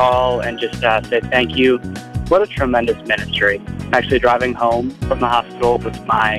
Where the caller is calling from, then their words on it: Milwaukee, Wisconsin, United States; I'm calling from Milwaukee, Wisconsin.